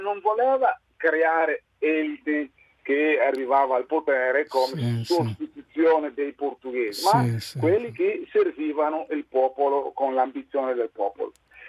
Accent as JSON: {"language": "Italian", "country": "Guinea", "said": "questo a un certo punto mi ha portato ad essere persona non grata nel mio paese, sì, in Guinea, diciamo, quindi sono quasi una apolide"}